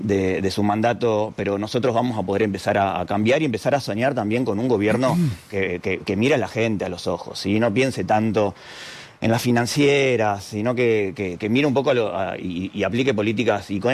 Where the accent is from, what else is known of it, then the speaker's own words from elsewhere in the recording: Lanús, Buenos Aires Province, Argentina; Vos sos de Loma, de la Jaureche, yo soy de Lanús, en el conurbano sur la están pasando muy mal